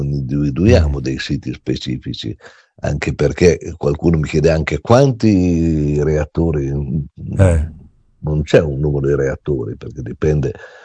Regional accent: Piedmont, Italy; io sono piemontese, la mia regione vive con energia, con elettroni che arrivano da centrali nucleari, quelle francesi

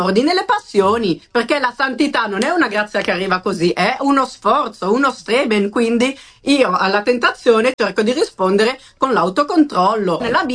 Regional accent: Switzerland; con orgoglio sono svizzera, quindi extracomunitaria, fuori dall'UE.

